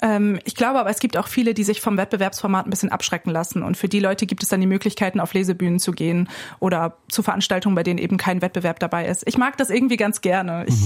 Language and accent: German; Achim, Lower Saxony, Germany; Also ich würde sagen, die Erinnerung vor allem an meine Schule in Achim ist definitiv mein Zuhause, meine Heimat.